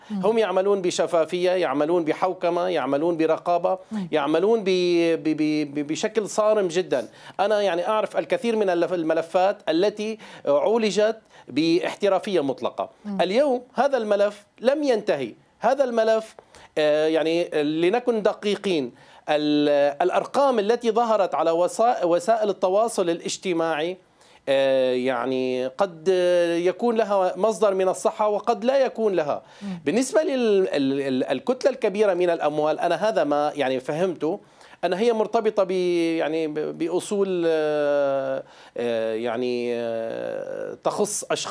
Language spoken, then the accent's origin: Arabic; Syria; أنا كشخص سوري